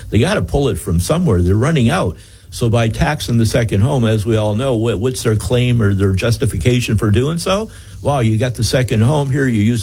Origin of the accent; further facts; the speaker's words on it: Canada; now in United States; I came from Canada. I love it in California, and I'm just enjoying it.